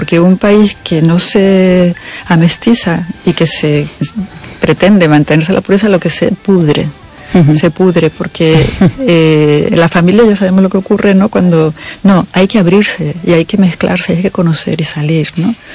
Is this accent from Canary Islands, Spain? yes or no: yes; Canary Islands, Spain; Tanto Galicia como Canarias, que es mi tierra, son tierras con mirada atlántica, con vocación atlántica